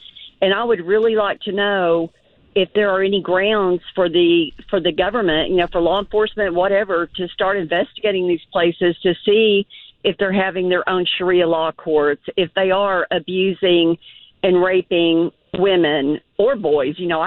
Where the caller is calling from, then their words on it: United States; we're American.